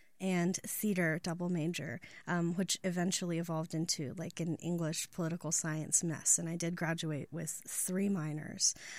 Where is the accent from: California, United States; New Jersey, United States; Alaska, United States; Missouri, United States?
Alaska, United States; also born or lived in Montana; I was born in Alaska and I lived there for 8 years, so that's mostly what I call home. Spent some time in rural Montana, northeastern Montana